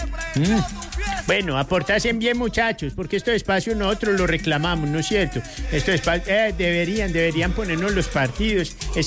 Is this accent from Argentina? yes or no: no; Paisa region, Colombia; como paisas que somos